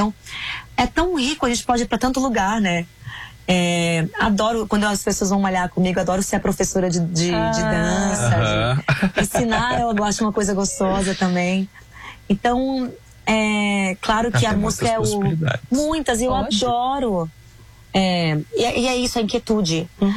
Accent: Brazil; a gente é brasileira

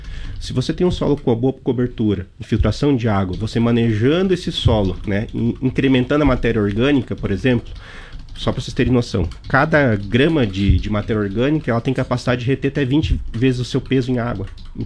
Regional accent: Santa Catarina, Brazil; Eu sou natural do Alto Vale Itajaí, e lá realmente, acho que os anos que tem El Niño é o que nos mais preocupa, por conta das enchentes.

